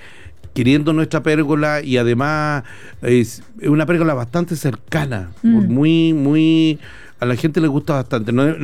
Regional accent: Punta Arenas, Magallanes, Chile; accent: accent of Magallanes; moved away; Yo, por ejemplo, soy de Punta Arenas.

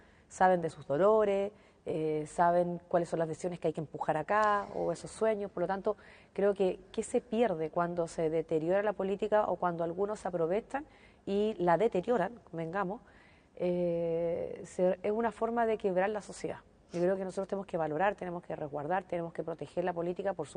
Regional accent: Chile; todos somos parte de Chile

